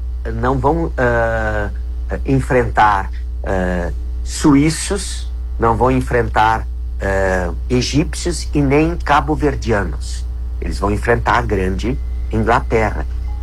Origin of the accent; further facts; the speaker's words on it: Brazil; nós brasileiros